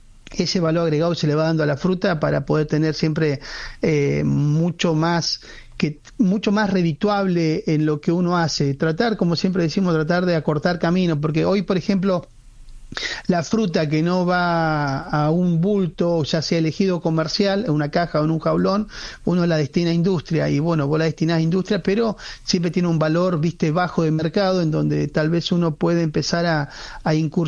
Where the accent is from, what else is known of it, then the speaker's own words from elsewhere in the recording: Argentina; ¿Cuándo Argentina, te das cuenta que soy argentino?